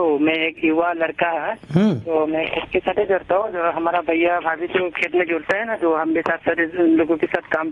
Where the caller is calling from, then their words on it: Assam, India; हमारे गांव में तो देखने के लिए हरी हरी चाय का बागान देखने के लिए मिल जाता है